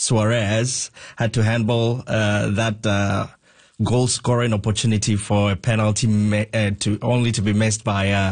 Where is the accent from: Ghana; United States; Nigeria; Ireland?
Ghana; now in Happy Valley-Goose Bay, Canada